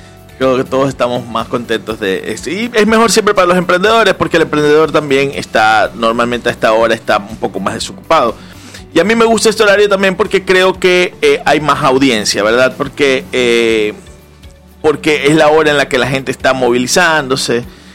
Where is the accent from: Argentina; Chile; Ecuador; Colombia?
Ecuador; como los ecuatorianos decimos sí se puede